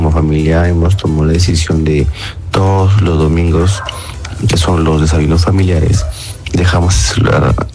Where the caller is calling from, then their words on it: Lima, Peru; de Cercado de Lima.